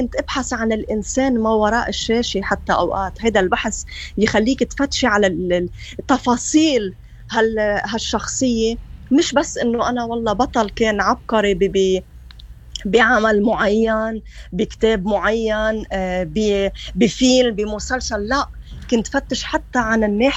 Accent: Lebanon; انا بتذكر كلود لما كنا بالضيعه، ضيعتي انا حسروت

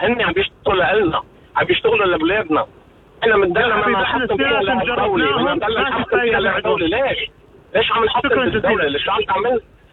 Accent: Lebanon; مش انه كن فيكون مثل عندنا بلبنان او باي شيء بزق ولزق دغري على الشوارع

